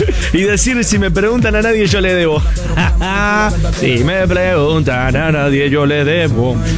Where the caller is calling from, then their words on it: Armstrong, Santa Fe, Argentina; Hola, buenas tardes … de Armstrong.